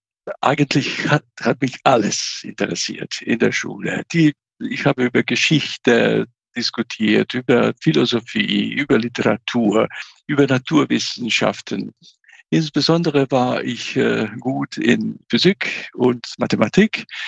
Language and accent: German; Croatia; moved away; Ich bin in Kroatien geboren und aufgewachsen in einer sehr netten, mittelgroßen Stadt an der Adriaküste.